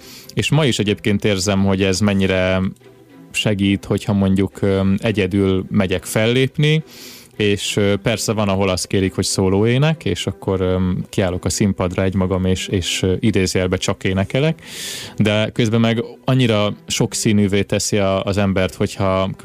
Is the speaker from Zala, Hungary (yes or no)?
yes; Nova, Zala, Hungary; Én egy pici zalai faluban nőttem fel, Nován, ez egy 700 fős település